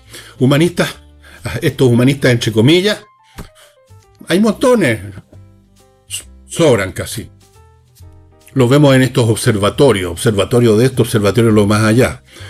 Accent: Chile; Estamos en Chile nomás, po. Estamos en Chile

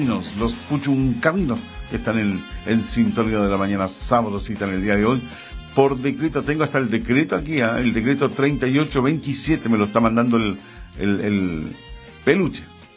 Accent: Valparaíso, Chile; Somos también porteños, somos de uno de los cerros bonitos de acá, del Cerro Florida.

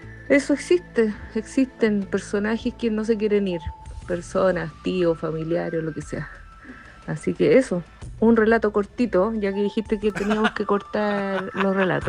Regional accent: Coinco, O'Higgins, Chile; born there; En Coinco, donde yo nací

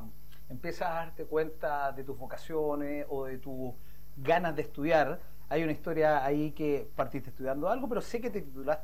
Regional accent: Valparaíso, Chile; Yo soy de la Quinta Región.

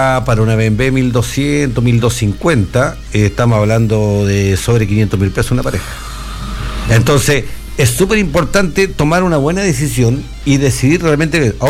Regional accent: Quilpué, Valparaíso, Chile; yo soy más del interior, porque yo soy un poquito de Quilpué.

